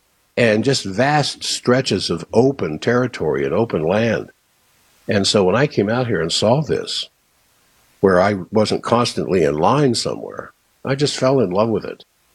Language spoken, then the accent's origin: English; Washington, District of Columbia, United States; I grew up in Washington, D.C., followed my friends out west to go to school, out of high school, and discovered the West